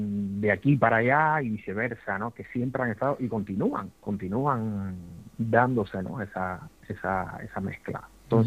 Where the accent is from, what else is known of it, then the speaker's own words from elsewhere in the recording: Extremadura, Spain; Para mí, que bueno, que soy un extremeño de pego.